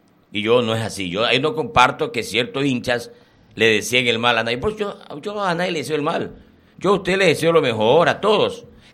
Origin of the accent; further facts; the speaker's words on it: Ecuador; No, yo quiero que Liga clasifique como ecuatoriano que soy.